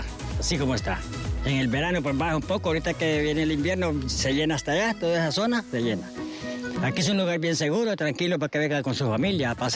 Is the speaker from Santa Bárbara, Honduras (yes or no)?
yes; Santa Bárbara, Honduras; Sí, somos primos, somos de Santa Bárbara.